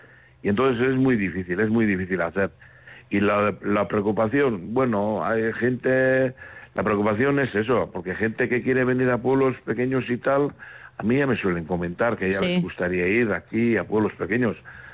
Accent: Asteasu, Basque Country, Spain; las 12 todos somos de Asteasu, nacidos y vamos, que nos hemos crecido aquí, hemos hecho todo aquí. Y el hecho ese yo creo que es muy importante. En mi caso, claro, yo soy de aquí y vivo aquí.

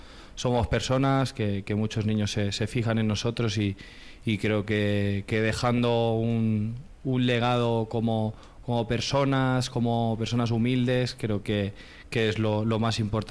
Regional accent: Jávea, Valencian Community, Spain; moved away; en mi pueblo, en Javea

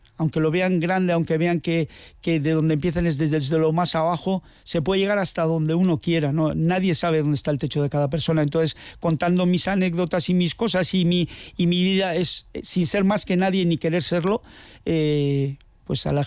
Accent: Basque Country, Spain; ¿Qué voy a decir de mi pueblo? El mejor pueblo de Euskal Herria, ¿no? Es un pueblo pequeño, agradable.

